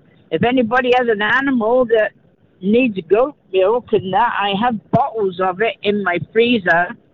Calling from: Vita, Manitoba, Canada; From Vita, Manitoba.

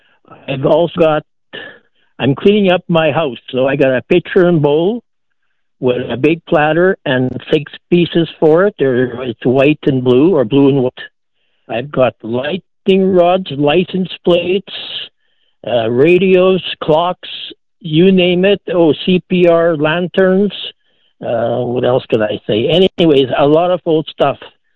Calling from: Winnipeg, Manitoba, Canada; I'm calling from Winnipeg

